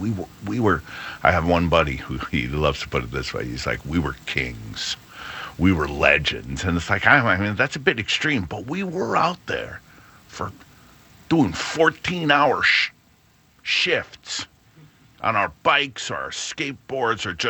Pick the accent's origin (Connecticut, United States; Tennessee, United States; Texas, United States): Connecticut, United States; Morris Cove; I grew up in Morris Cove. We had sidewalks.